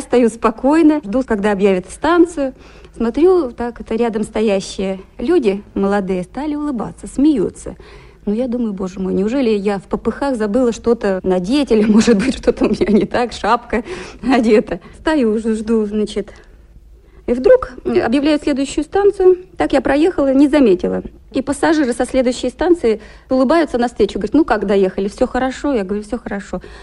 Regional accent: Gorno-Altaysk, Altai Krai, Russia; born there; Родилась я в Сибири, в Горно-Алтайске, на земле Василия Макаровича Шукшина.

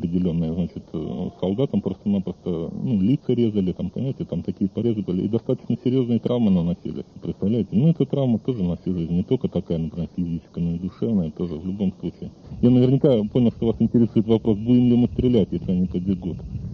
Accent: Lipetsk, Lipetsk Oblast, Russia; also born or lived in Saratov; now in Yekaterinburg, Russia; я из Липецка.

